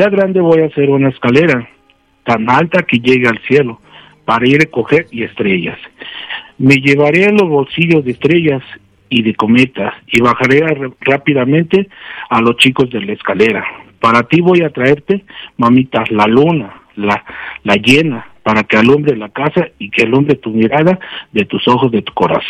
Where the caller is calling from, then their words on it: Apizaco, Tlaxcala, Mexico; De aquí, de Apizaco.